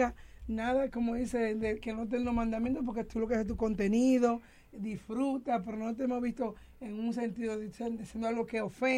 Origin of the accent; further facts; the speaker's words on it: San Cristóbal, Dominican Republic; lo que somos de San Cristóbal, sabemos lo que significa el 5 de abril.